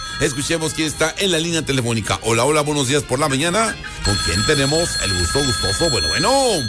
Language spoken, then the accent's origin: Spanish; Mexico; siendo mexicanos.